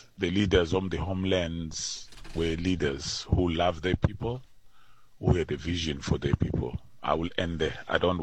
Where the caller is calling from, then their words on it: KwaZulu-Natal, South Africa; I'm from KwaZulu-Natal